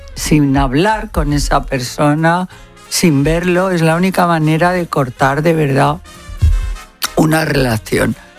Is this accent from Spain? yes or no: yes; Spain; claro que lo veo, pero ¿cómo no lo voy a ver si soy española?